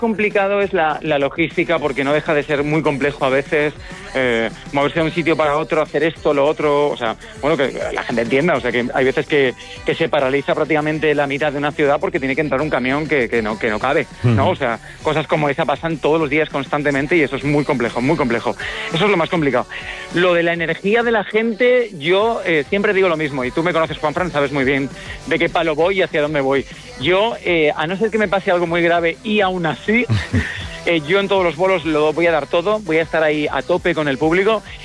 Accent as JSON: {"language": "Spanish", "region": "Valencian Community", "country": "Spain", "said": "como pasa en mi tierra en Valencia"}